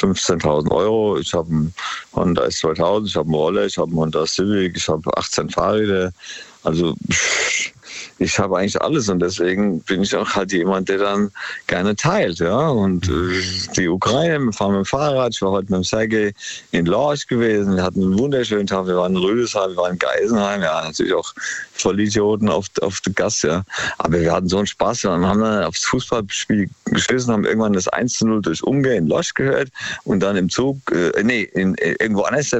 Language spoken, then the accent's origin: German; Palaikastro, Crete, Greece; nach auf Kreta, meine Heimat eigentlich, Palikastro.